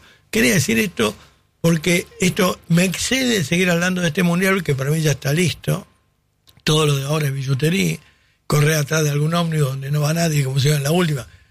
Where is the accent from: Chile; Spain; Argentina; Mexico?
Argentina; Quería que ganen porque soy argentino.